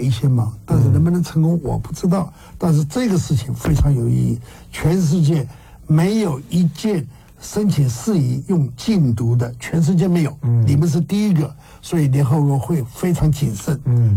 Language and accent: Chinese; Taiwan; 我是身为台湾人嘛，中国台湾人